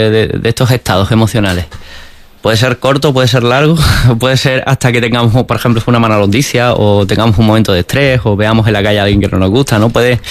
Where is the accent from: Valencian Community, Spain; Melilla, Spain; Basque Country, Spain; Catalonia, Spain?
Melilla, Spain; Bueno, pues yo que soy de Melilla y he vuelto, volver a Melilla, ¿no? Ver la calidad de vida que tengo.